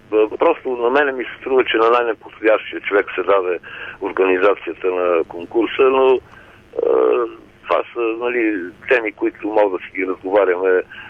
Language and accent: Bulgarian; Sofia, Sofia City, Bulgaria; Сега, аз съм софиянец, много стар софиянец